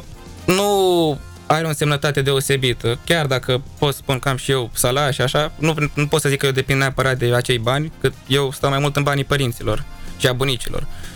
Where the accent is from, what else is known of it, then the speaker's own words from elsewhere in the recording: Iași, Iași County, Romania; suntem ieșeni și că ne mândrim